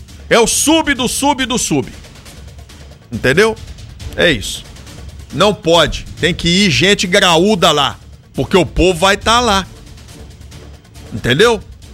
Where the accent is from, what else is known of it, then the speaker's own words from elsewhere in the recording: Coronel Fabriciano, Minas Gerais, Brazil; born there; o bairro onde eu nasci, que é a região do Caladinho de Baixo.